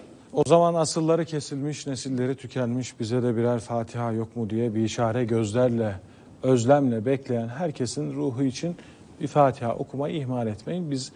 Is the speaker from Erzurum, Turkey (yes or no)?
yes; Erzurum, Turkey